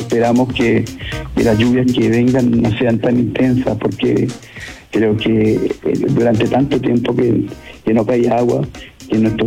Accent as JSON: {"language": "Spanish", "town": "La Ligua", "region": "Valparaíso", "country": "Chile", "tie": "born or raised there", "said": "Bueno, yo soy nacido y criado acá en La Ligua, soy liguano, liguano, porque acá nos diferenciamos cuando uno nace en La Ligua, el liguano"}